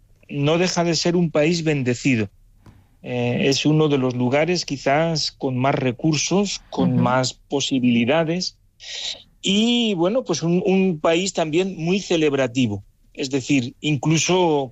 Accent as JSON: {"language": "Spanish", "region": "Castile", "country": "Spain", "tie": "born there", "also_born_or_lived": "Zaragoza", "said": "Yo te puedo decir antes de Venezuela que soy castellano de nacimiento, uh-huh. pero maño de corazón."}